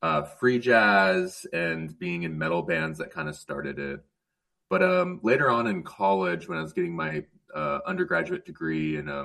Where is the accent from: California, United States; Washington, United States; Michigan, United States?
Washington, United States; Wenatchee; No, I grew up in Central Washington. So I grew up in Wenatchee